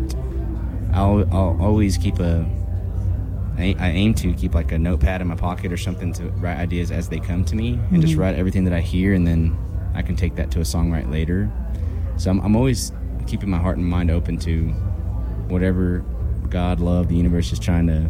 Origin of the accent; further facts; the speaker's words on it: Texas, United States; I have to say … because I'm from Texas, and my mom like revered him